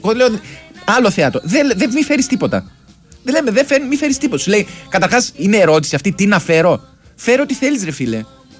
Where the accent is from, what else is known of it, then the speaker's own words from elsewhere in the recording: Crete, Greece; Και δεν το λέω επειδή είναι ο τόπος μου.